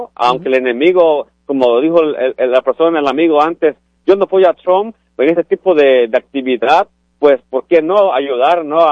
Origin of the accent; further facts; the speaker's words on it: Mexico; yo no soy cubano, pero pues uno que también ha sufrido en nuestro pueblo de México